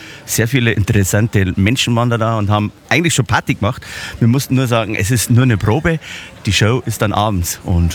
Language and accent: German; Bavaria, Germany; Also ich muss jetzt korrigieren. Bei uns in Bayern, wir sagen nicht Mars, sondern wir sagen Moss.